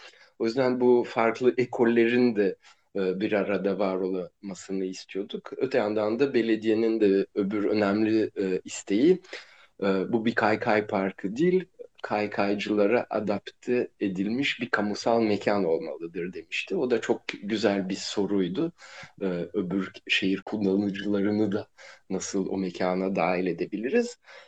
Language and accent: Turkish; Ankara, Turkey; also born or lived in Brussels, Belgium; now in Istanbul, Turkey; Evet, ben Brüksel'de doğdum, sonra 5 yaşımda Ankara'ya taşındım